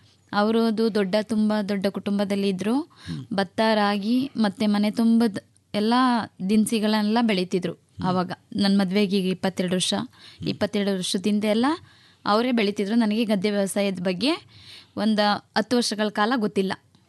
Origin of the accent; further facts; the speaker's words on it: Karnataka, India; also born or lived in Mangainagara; ನಮ್ದು ಹುಟ್ಟೂರು ಬಂದು ಬಿ ಎರಳ್ಳಿ ಸರ್.